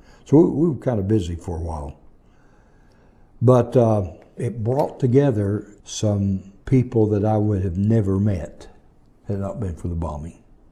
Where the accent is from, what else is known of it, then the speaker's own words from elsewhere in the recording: Arkansas, United States; I'm from Arkansas.